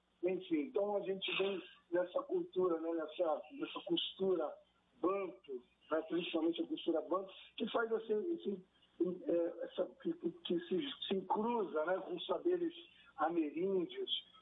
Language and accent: Portuguese; Barra Mansa, Rio de Janeiro, Brazil; Sou de Barra Mansa e Barra do Piraí, né?